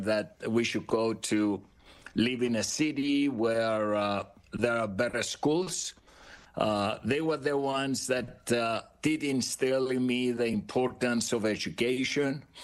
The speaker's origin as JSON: {"language": "English", "country": "Cyprus", "tie": "born or raised there", "said": "was born on the island of Cyprus. I'm Greek Cypriots. Actually, my wife and I were both Greek Cypriots. We grew up in Cyprus."}